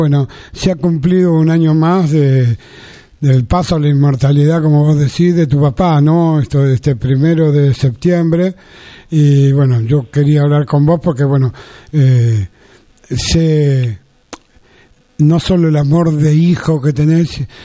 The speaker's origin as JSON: {"language": "Spanish", "town": "San Miguel", "region": "Buenos Aires Province", "country": "Argentina", "tie": "born or raised there", "said": "Yo soy porteño de nacimiento, imagínate, nacido en Parque de los Patricios, no tengo nada que ver con el campo ni nada que se le parezca. Siempre viví, tengo 65 y a 64 años que vivo en la misma cuadra, en un barrio de la ciudad de San Miguel, provincia de Buenos Aires."}